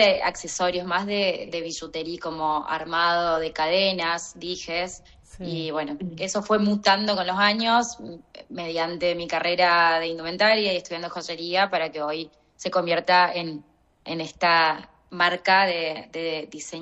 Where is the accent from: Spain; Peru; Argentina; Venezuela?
Argentina; Paso de los Libres, Corrientes; Yo soy de Paso de los Libres Corrientes. Es un pueblo acá en Corrientes.